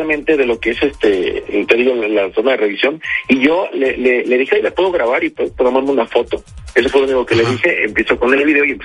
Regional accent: Veracruz, Mexico; como decimos los veracruzanos

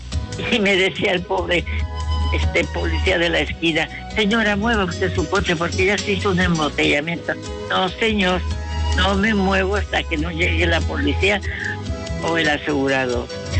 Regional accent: Puebla, Mexico; Y yo en especial soy poblana. Me siento tan orgullosa de Puebla, esta ciudad que antes era chiquitita, de 200,000 habitantes, y ahora la veo con esos edificios tan grandes, las carreteras

